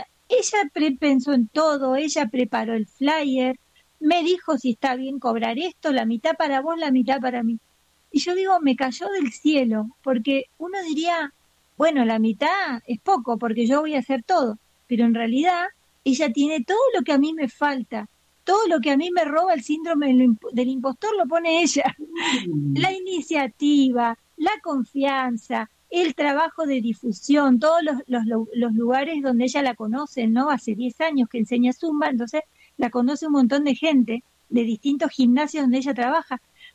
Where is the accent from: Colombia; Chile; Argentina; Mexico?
Argentina; yo soy argentina, pero amo la salsa y el merengue.